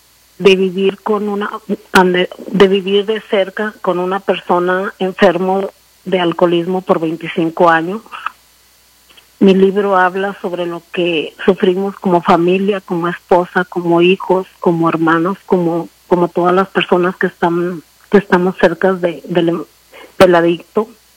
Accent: Zacatecas, Mexico; born there; moved away as an adult; Bueno, yo soy una mujer mexicana. Nací en el estado de Zacatecas, en un pueblito pequeño. Soy madre de 4 hijos. Soy una inmigrante que vino a este país en el 96.

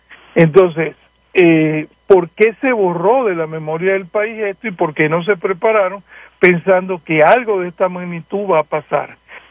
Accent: Venezuela; uno siendo venezolano sabe que Venezuela no sabía que, uno sabía que había habido terremotos y que en Caracas había habido un terremoto grande de memoria histórica. Yo era un niño cuando eso ocurrió, en el año 1967.

